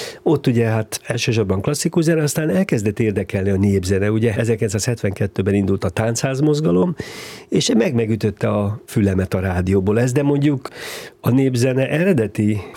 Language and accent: Hungarian; Pomáz, Pest, Hungary; az a zenei környezet, ahol felnőttem, zenei művészeti környezet, Pomázakó egy nagyon picike falu volt, akkor is már az volt, hogy közel volt Budapesthez, meg Szentendréhez, de nem volt még ennyire előváros